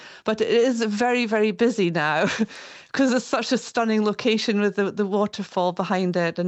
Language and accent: English; Fort William, Scotland, United Kingdom; moved away; So I grew up in Glenevis and used to play there as a child and swim in the river there.